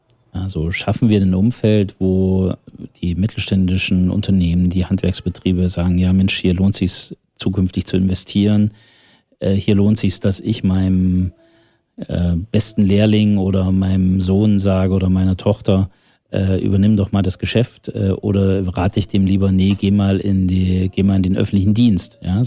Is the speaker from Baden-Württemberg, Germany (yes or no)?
no; Thuringia, Germany; dass uns manchmal als Thüringer der eigene Bauchnabel genug ist.